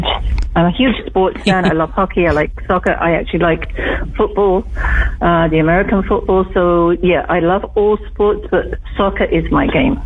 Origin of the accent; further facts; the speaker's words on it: England, United Kingdom; now in Canada; I'm from England originally